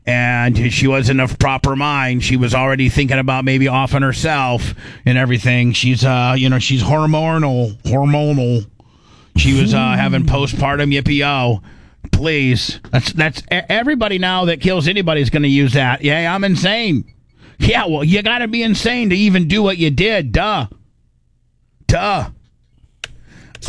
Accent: Indiana, United States; I was raised in Indiana with a Florida kicker.

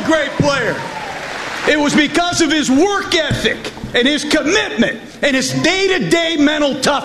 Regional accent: Sandusky, Ohio, United States; I just came back for one reason, and I'm from Ohio. My mom and dad are from Cleveland. I was born in Sandusky

